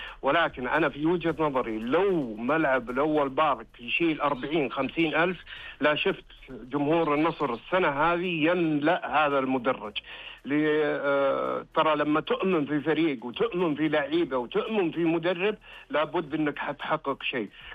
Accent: Saudi Arabia; بطولة تحمل اسم غالي على قلوبنا إحنا كسعوديين

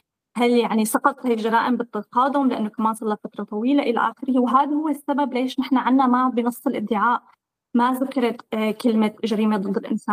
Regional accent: Syria; جميع احتياجات العداله اللي نحن عندنا اياها كسوريين سوريا

